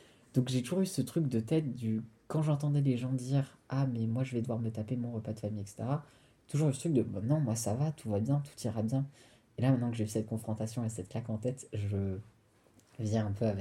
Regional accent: Réunion, France; now in Nancy, France; dans le sens où j'ai commencé à me sentir déraciné donc, quand j'étais à Nancy. Mais aussi un truc du ah, je suis loin de la Réunion et avoir un besoin de nommer de qu'est-ce que c'est être réunionnais enfin.

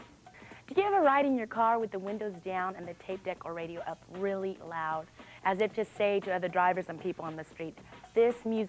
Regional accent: Corpus Christi, Texas, United States; I'm Mexican-American, and I grew up in Corpus Christi, Texas, listening to pop, rhythm and blues, rock, country, western, and to music in Spanish.

